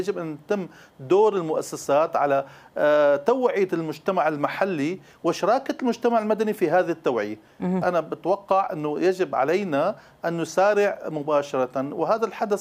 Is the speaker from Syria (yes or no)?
yes; Syria; لماذا نحن سوريين